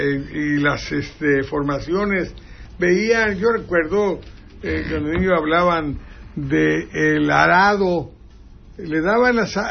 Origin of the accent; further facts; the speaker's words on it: Zihuatanejo, Guerrero, Mexico; yo recuerdo de niño que veía aquí en Zihuatanejo la Vía Láctea